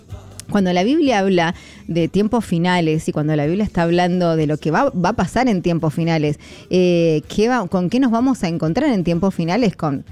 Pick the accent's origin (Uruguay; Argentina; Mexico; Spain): Argentina; nosotros los argentinos